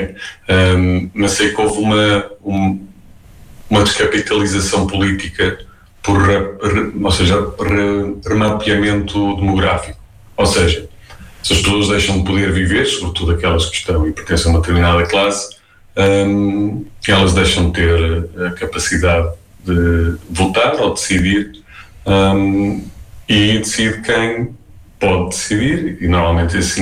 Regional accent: Guarda, Centro, Portugal; now in Porto, Portugal; eu próprio já sou uma pessoa que chegou ao Porto, né? Não sou nativo do Porto, sou da Guarda, portanto, também houve uma altura que eu tive que fazer esta vinda.

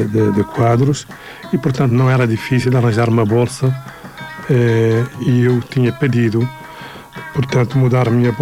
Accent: Nouakchott, Mauritania; now in France; O choque foi grande, porque Paris era muito diferente do sítio onde eu vinha. Embora eu vinha de uma cidade, de Nouakchott, né?

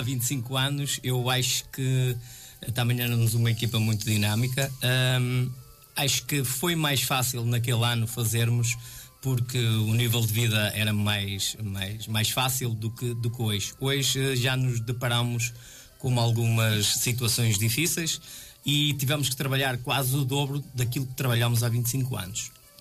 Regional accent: Norte, Portugal; gostar muito da freguesia da qual sou, de Cristelo

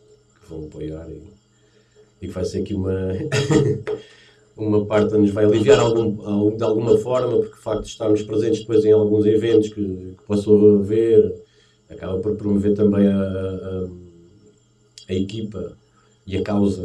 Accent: Setúbal, Portugal; moved away as an adult; now in Azeitão, Portugal; nasci e cresci na Quinta da Conha. Vivemos ali sensivelmente há 6 anos, mais ou menos

